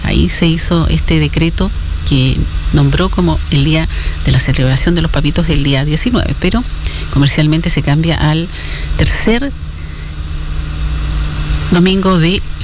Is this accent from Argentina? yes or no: no; Chile; somos todos chilenos, igual tenemos mezcla de sangre.